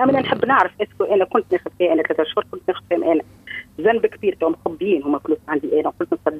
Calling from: Tunisia; أنا من تونس.

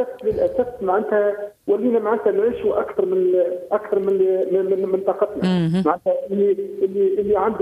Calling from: Sfax, Sfax Governorate, Tunisia

